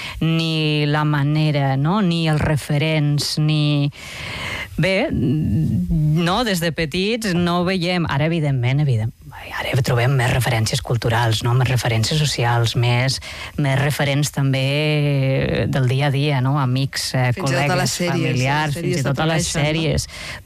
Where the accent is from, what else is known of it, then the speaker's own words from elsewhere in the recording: Lleida, Catalonia, Spain; A veure, jo sóc de Lleida, que és una ciutat que ja sé que queda molt lluny.